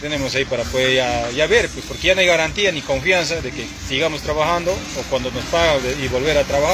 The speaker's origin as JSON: {"language": "Spanish", "town": "Tingo María", "region": "Huánuco", "country": "Peru", "said": "somos de lejos, somos de Tingo María, de Pucallpa"}